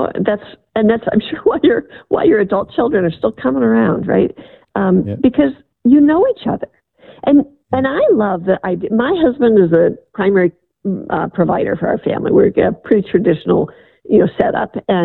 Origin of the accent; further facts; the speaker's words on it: Midwest, United States; I grew up in the Midwest.